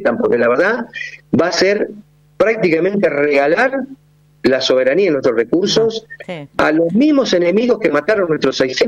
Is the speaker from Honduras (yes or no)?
no; Argentina